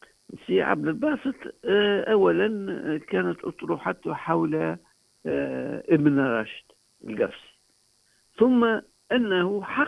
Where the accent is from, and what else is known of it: Gafsa, Gafsa Governorate, Tunisia